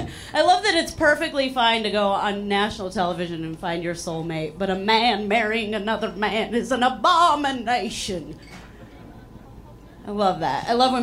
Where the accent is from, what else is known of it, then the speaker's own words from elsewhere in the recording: Chicago, Illinois, United States; So, like the host said, I'm from Chicago. I'm from here. I live in Chicago.